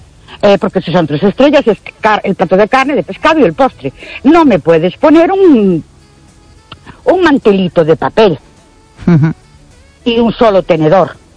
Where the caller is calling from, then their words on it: Ourense, Galicia, Spain; de Orense.